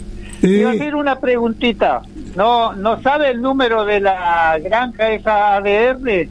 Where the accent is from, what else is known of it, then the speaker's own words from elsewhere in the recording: Villaguay, Entre Ríos, Argentina; now in San Justo, Argentina; Yo nací en Villaguay, acá en Entre Ríos.